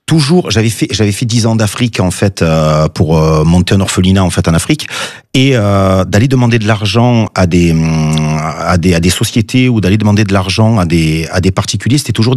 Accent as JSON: {"language": "French", "town": "Marseille", "region": "Provence-Alpes-Côte d'Azur", "country": "France", "tie": "born or raised there", "moved": "as an adult", "lives_now": "Ardèche, France", "said": "Non, je suis pas né en Ardèche, je suis né à Marseille."}